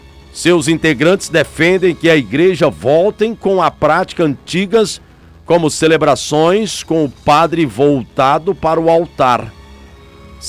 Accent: Brazil; Nós somos brasileiros, eles venezuelanos.

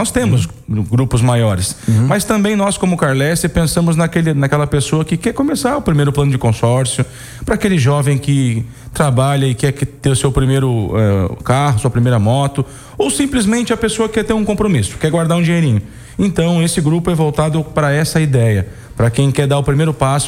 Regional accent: Rio Grande do Sul, Brazil; eu que sou gaúcho

